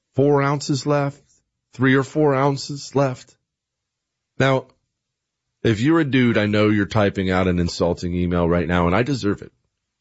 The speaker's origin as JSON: {"language": "English", "country": "United States"}